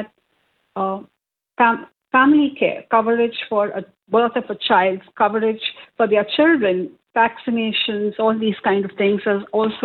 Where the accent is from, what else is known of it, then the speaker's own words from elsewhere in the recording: India; So, Mildred, going back to the days, I come from India, and one of the things that whenever I was employed, we had a medical health checkup